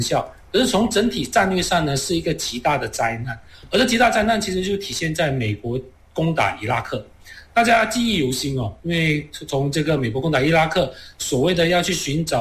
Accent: Malaysia; 从我们马来西亚人的了解的语境

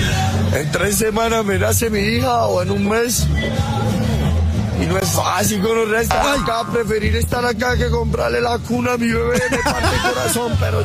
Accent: Villa del Rosario, Norte de Santander, Colombia; soy de las Barras Bravas de mi ciudad. Soy de las Sarnas de Villa del Rosario.

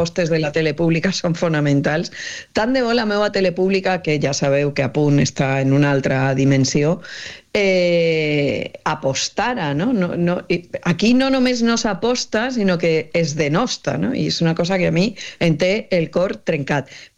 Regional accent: Valencia, Valencian Community, Spain; accent: Valencian; com que sóc de València, jo porto molts anys treballant per a mitjans en català

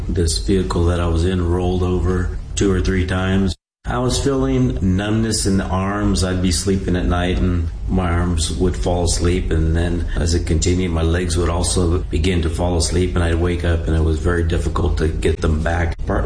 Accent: Carlton, Oregon, United States; I'm from Carlton, Oregon.

